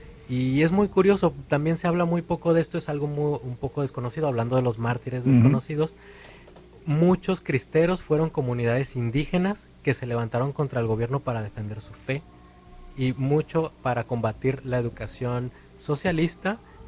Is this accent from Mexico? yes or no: yes; Mexico; como mexicano, como alguien que vive allá